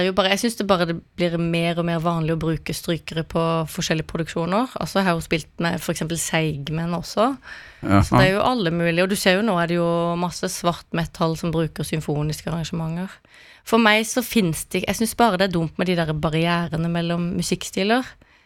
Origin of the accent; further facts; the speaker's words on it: Kristiansand, Agder, Norway; Ja, så begynte jeg å studere i Oslo allerede som 17-åring, så jeg flyttet jo hjemmefra fra Kristiansand til Oslo ganske tidlig.